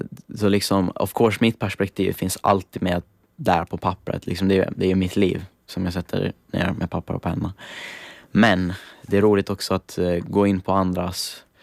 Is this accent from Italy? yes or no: yes; Italy; åtminstone på italienska där jag kommer ifrån